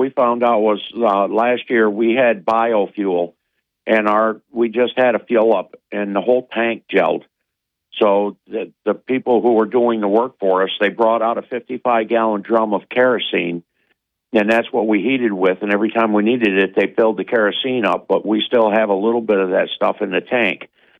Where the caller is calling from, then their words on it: Oneonta, New York, United States; I'm calling from Oneonta.